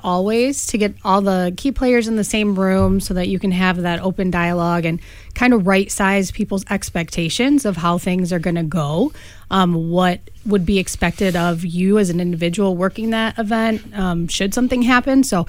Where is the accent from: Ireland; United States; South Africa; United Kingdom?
United States; I grew up in Springfield Township